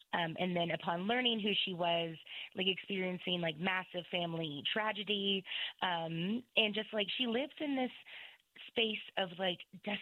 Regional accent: United States; first language Native language (unspecified); English is a second language; I was born and raised on my reservation. My Native language is my first language.

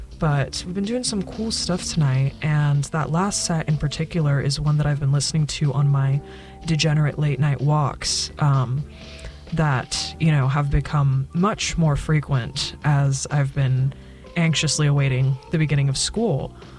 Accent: Fresno, California, United States; moved away as an adult; now in Santa Barbara, United States; my hometown of Fresno

